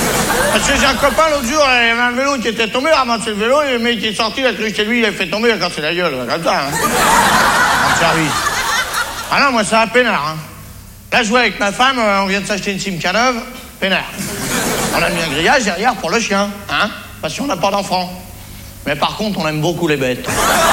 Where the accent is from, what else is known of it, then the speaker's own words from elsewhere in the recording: France; Je suis content d'être Français, moi, hein. D'abord parce que je suis français